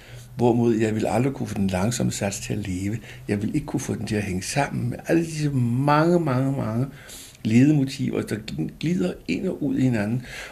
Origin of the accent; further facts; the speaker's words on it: Copenhagen, Capital Region of Denmark, Denmark; Men jeg er så meget københavner med K, at jeg kan ikke leve andet steds end i København.